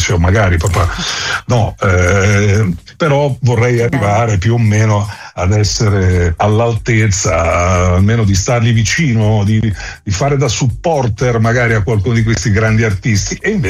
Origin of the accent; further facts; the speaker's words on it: Milan, Lombardy, Italy; Io vengo dalla periferia di Milano